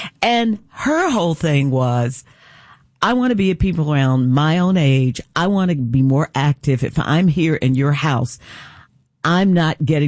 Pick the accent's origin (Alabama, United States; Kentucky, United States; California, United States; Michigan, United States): Kentucky, United States; Louisville; I grew up in Smoketown in Louisville, Kentucky.